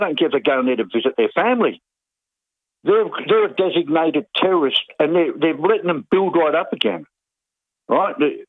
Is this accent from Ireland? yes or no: no; Burundi; now in South Africa; And I've just opened up a shop. I come from Burundi. And I thought my family would be here.